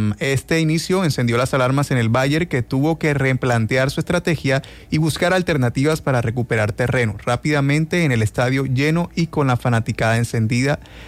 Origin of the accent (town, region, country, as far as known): Barranquilla, Atlántico, Colombia